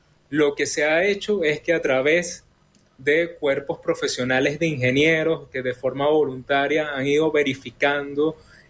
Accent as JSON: {"language": "Spanish", "country": "Venezuela", "said": "para nosotros como venezolanos"}